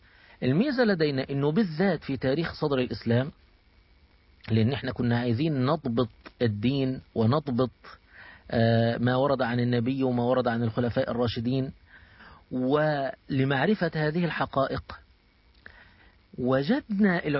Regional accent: Egypt; أنا كمصري

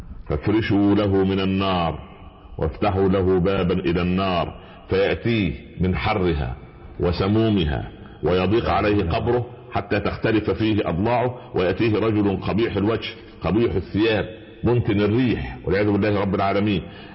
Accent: Upper Egypt, Egypt; يقول عندنا في الصعيد على القدر برمة

